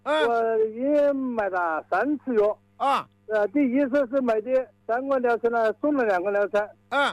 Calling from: Tianmen, Hubei, China; 我是前门市张岗镇周浦村。

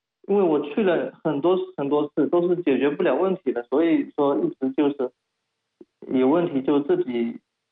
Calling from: Tiantai, Zhejiang, China; 我是台州的，天台的

